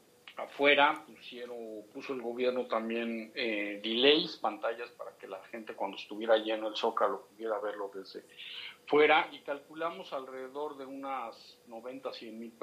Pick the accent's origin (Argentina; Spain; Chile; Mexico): Mexico; lo que como país, como mexicanos, como iniciativa privada, junto con la mano del gobierno y las instancias, se puede hacer